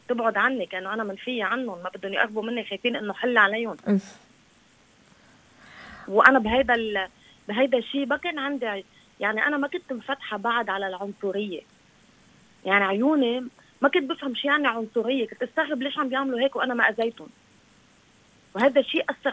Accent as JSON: {"language": "Arabic", "town": "Beirut", "region": "Beirut Governorate", "country": "Lebanon", "tie": "born or raised there", "said": "أنا أصلاً إذا أنا خلقت وربيت بالأشرفية. أنا إذا بتطلعيني على جوني يومين ثلاثة بحس حالي اختنقت لهالدرجة إنه أنا متعلقة بمنطقتي، متعلقة مطرح ما أنا ولدت وترعرعت لهالدرجة، معلقة بلبنان."}